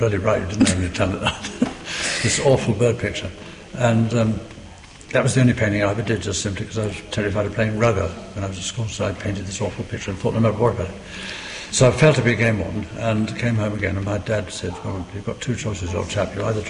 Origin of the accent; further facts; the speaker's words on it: London, United Kingdom; now in East Grinstead, United Kingdom; No, I was born in North London, and nearly a Cockney.